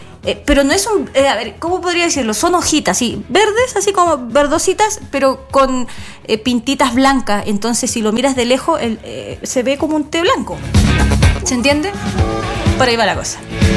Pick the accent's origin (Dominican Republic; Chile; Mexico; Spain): Chile; ¿Ustedes saben que los chilenos somos tan buenos para el té como China?